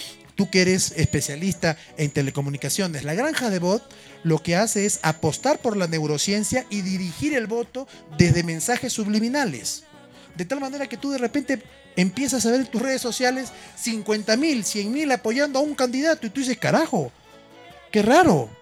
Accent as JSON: {"language": "Spanish", "town": "Huacho", "region": "Lima", "country": "Peru", "said": "yo tengo 43 años, soy huachano, mi madre es de Ayacucho, mi padre también es de Huacho"}